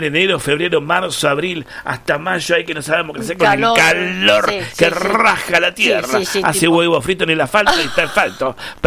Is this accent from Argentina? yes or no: yes; Argentina; somos así los argentinos